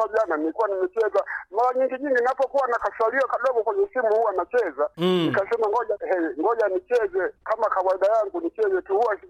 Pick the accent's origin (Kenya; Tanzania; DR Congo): Tanzania; Ulanda, Iringa; Natoka mkoa wa Iringa, wilaya Iringa vijijini, alafu ya Kalenga, kijiji cha Ulanda.